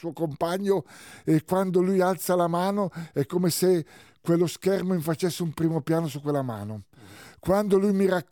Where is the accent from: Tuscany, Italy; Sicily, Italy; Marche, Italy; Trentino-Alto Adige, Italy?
Trentino-Alto Adige, Italy; Bolzano; Noi siamo di Bolzano, per cui lo facciamo anche per quello